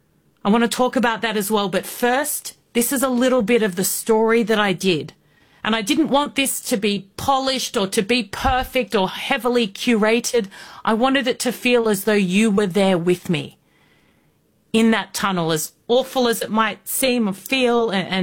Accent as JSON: {"language": "English", "country": "Australia", "said": "Clearly not Mark Levin, filling in for Mark Levin. Great to have your company. I'm an Australian journalist, a host"}